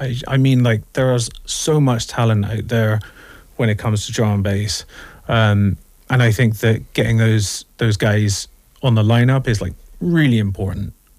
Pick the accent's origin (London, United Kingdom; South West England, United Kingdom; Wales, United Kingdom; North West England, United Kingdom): South West England, United Kingdom; Bristol; they know that I'm from Bristol